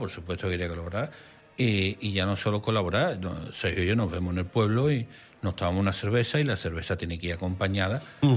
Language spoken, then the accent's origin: Spanish; San Juan de Aznalfarache, Andalusia, Spain; Siempre hemos dicho que es la villa Sabana Farache, separada de Sevilla, la ciudad, por un puente que cruza el río Guadalquivir. Estamos al lado, es una ciudad dormitorio, pero tenemos nuestra propia identidad.